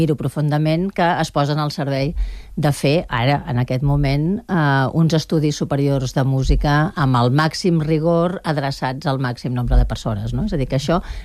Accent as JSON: {"language": "Catalan", "town": "Barcelona", "region": "Catalonia", "country": "Spain", "said": "jo soc de Nou Barris"}